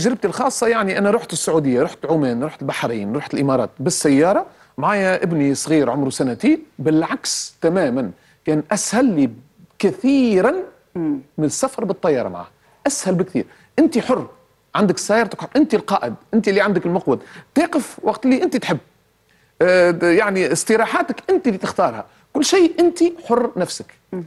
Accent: Tunisia; now in Qatar; أنا مثلا من تونس، احنا يعني حتى بيننا نحن التونسيين

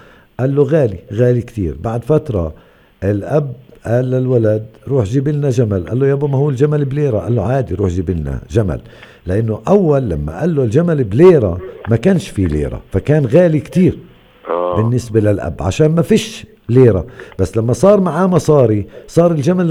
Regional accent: West Bank, Palestine; في واحدة من أسواق الخضار عندنا بالضفة الغربية

